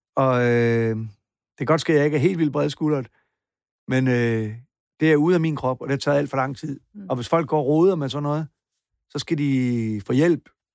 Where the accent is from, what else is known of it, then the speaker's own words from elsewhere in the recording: Pindstrup, Central Denmark Region, Denmark; also born or lived in Copenhagen; Jeg flyttede hjem fra København.